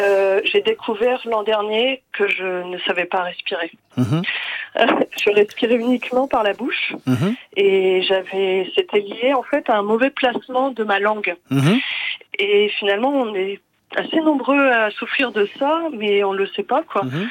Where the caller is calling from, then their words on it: Brest, Brittany, France; J'appelle de Brest.